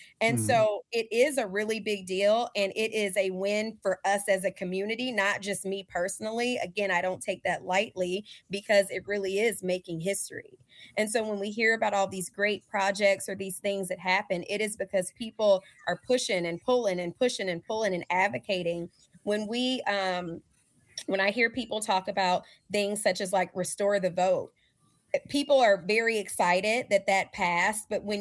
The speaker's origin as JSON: {"language": "English", "region": "Alabama", "country": "United States", "tie": "born or raised there", "moved": "as an adult", "lives_now": "Minnesota, United States", "said": "So I actually grew up in Alabama. So I was born in Minnesota, but I actually grew up in Alabama. So everybody laughs at me because I say I'm from Alabama because I have Southern roots."}